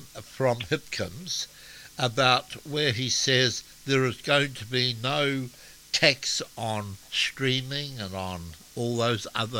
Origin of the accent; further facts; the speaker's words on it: New Zealand; And one of those responsibilities is that we are not having children.